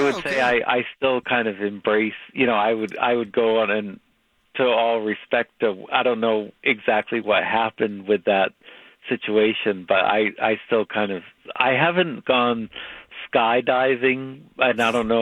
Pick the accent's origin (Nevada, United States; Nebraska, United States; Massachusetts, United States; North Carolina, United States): Massachusetts, United States; Westminster; I grew up in Westminster